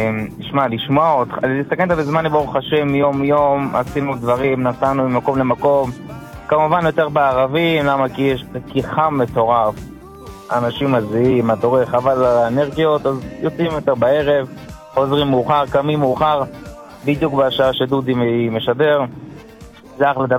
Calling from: Beit Shemesh, Jerusalem District, Israel; אני גר בבית שמש, מהחדשה, בדלית.

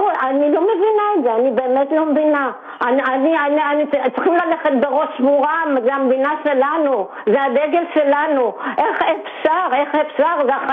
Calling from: Holon, Tel Aviv District, Israel; אני מחולון

